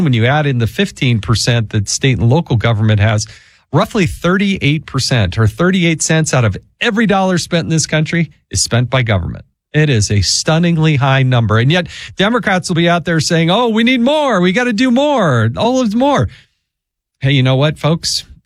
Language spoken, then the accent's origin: English; Utah, United States; You know, a lot of places, my home state of Utah included, Utah does all vote by mail.